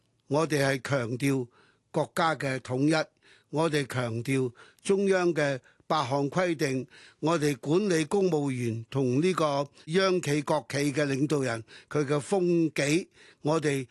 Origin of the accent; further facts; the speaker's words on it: Hong Kong; 作為一個香港人對國家觀察的一啲嘅微小嘅睇法。